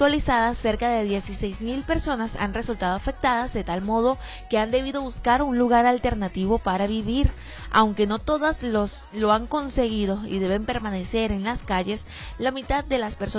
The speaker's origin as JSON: {"language": "Spanish", "country": "Venezuela", "said": "lo que nos identifica como venezolanos"}